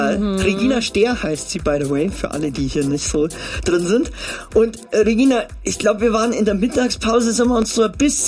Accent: Munich, Bavaria, Germany; Hier, aus Minga.

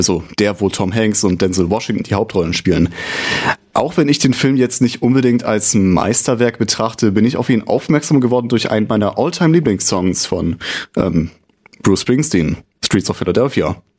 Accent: North Sea coast, Germany; hingegen war der Song immer verbunden mit der Atmosphäre von der Nordsee, von der Küste, also der Gegend, wo ich herkomme.

